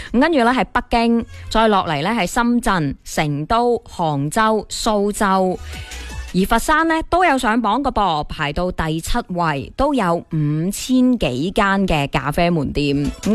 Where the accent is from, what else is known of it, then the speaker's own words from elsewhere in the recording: Guangdong, China; 我哋广东人口大省啦，消费大省啦，外贸大省啦